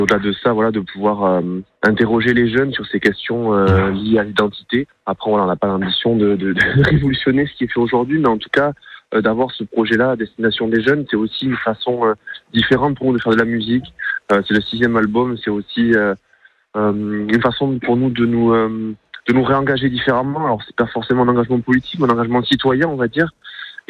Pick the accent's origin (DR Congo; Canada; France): France; Southern France